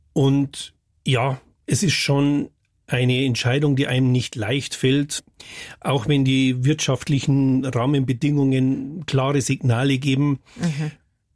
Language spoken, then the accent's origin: German; Frauenau, Bavaria, Germany; born or raised there